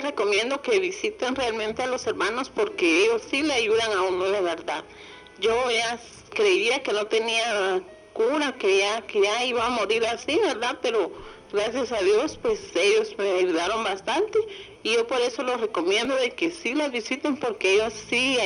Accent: Santa Rosa, Guatemala; Yo vengo del departamento de Santa Rosa.

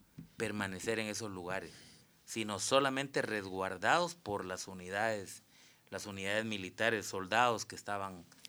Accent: Guatemala; also born or lived in Burundi; nosotros como guatemaltecos

